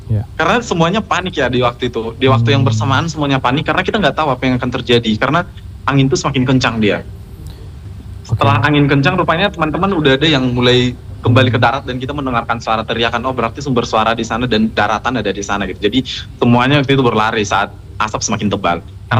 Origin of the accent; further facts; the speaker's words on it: Sumatra, Indonesia; moved away; latar belakang saya juga dari indigenous community, saya berasal dari Sumatera yang memiliki hutan dan juga hukum adat seperti itu.